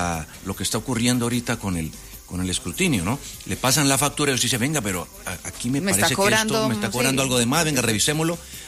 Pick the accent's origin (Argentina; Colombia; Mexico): Colombia; La verdad, como muchos colombianos, Julio, un voto finish, un cabeza a cabeza.